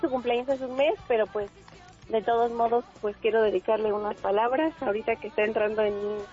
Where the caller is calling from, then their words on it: Mexico City, Mexico; Yo me encuentro en la colonia Carmen Cerdán, en Coyoacán.